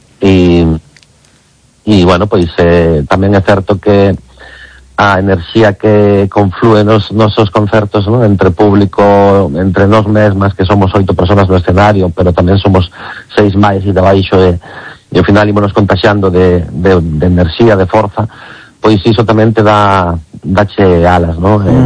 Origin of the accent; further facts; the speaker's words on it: Galicia, Spain; Entendía que seríamos vascos, pero nada máis, non. Somos galegos